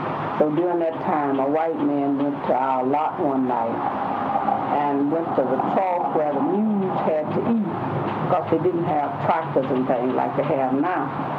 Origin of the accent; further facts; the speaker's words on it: United States; born there; I was born 1917 in Montgomery County, October 6th.